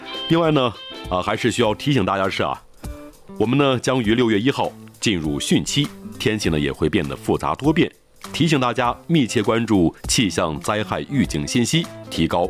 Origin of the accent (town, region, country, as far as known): Shanghai, China